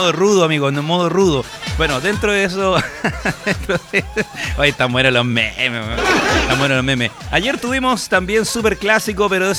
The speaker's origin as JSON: {"language": "Spanish", "country": "Chile", "said": "Soy color chileno, amigo."}